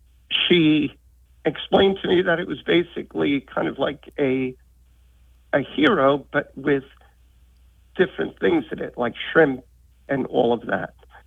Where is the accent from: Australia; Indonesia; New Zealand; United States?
United States; Queens, New York; now in Irvington, United States; Right, but I grew up in Queens, in Astoria.